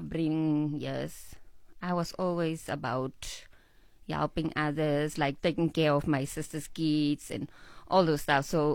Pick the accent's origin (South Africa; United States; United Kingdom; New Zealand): South Africa; Kuruman, Northern Cape; I was born in Kuruman. I studied there, everything was there, so I never left Kuruman.